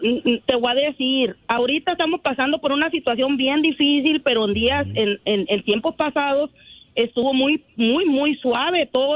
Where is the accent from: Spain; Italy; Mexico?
Mexico; Hermosillo, Sonora; Yo soy de Hermosillo, Sonora, chamacos.